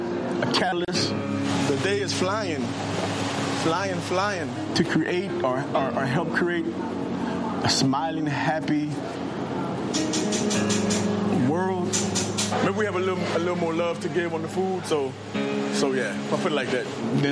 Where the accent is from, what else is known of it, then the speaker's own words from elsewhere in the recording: Lafayette, Louisiana, United States; I'm from Lafayette, Louisiana. If you're born and raised in South Louisiana and you can't cook, that's a problem. It's my culture, it's my passion, and I'm good at it.